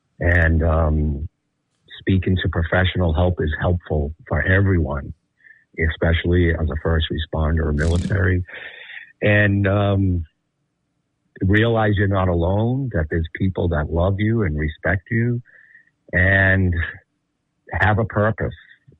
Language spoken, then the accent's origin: English; Massachusetts, United States; And I'm proud to be born and raised in Massachusetts.